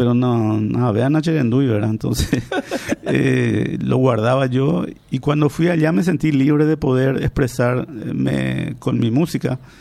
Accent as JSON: {"language": "Spanish", "country": "Paraguay", "moved": "as an adult", "said": "Yo me fui a los 19 años de Paraguay."}